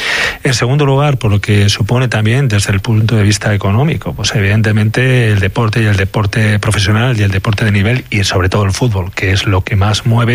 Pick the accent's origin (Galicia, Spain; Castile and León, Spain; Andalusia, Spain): Castile and León, Spain; León; como alcalde, como leonés y como aficionado